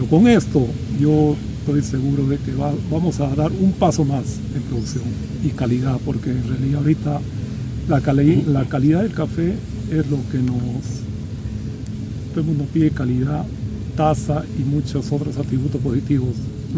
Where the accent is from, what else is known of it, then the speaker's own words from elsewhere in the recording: Villa Rica, Pasco, Peru; yo nací acá en el Intas, soy tercera generación y siempre hemos producido café